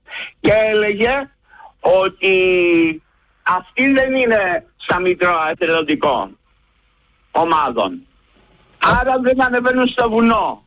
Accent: Corfu, Ionian Islands, Greece; born there

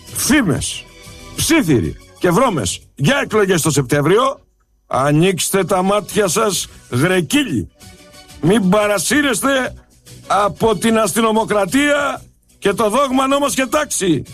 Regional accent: Greece; εύχομαι σαν Έλληνας πολίτης

